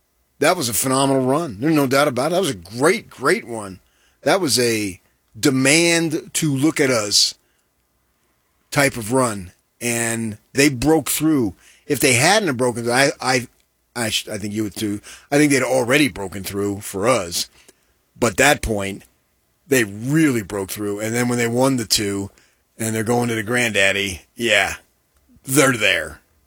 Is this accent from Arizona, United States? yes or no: yes; Phoenix, Arizona, United States; Growing up in Phoenix, Ohio State can crank out 20,000.